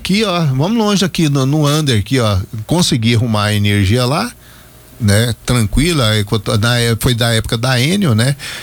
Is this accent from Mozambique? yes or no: no; Anápolis, Goiás, Brazil; Sou anapolino.